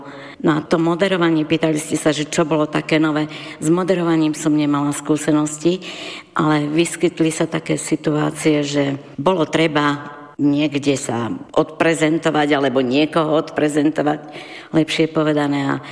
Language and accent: Slovak; Brezno, Banská Bystrica Region, Slovakia; moved away as an adult; also born or lived in Prešov / Košice; now in Michalovce, Slovakia; Nie som z Michaloviec, ja pochádzam z hore Hronia, som z Brezna, takže sa hrdo hlásim k dvom mestám. K Breznu, kde som vyrastala, a k Michalovciam, kde som už viac ako 50 rokov.